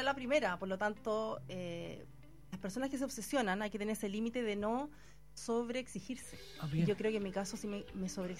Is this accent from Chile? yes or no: yes; Los Ángeles, Biobío, Chile; Los Ángeles, octava región.